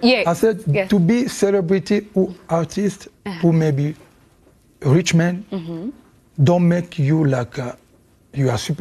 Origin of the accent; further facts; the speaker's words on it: Kinshasa, DR Congo; English is a second language; I never speak Swahili when I grew up in Kinshasa, so just Lingala, a little bit French.